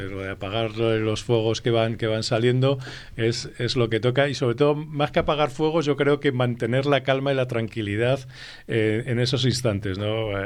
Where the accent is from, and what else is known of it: Spain